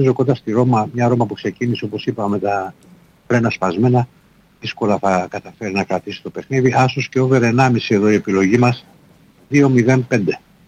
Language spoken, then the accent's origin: Greek; Drama, Eastern Macedonia and Thrace, Greece; επειδή είμαι Μακεδόνας, είμαι από το Δράμα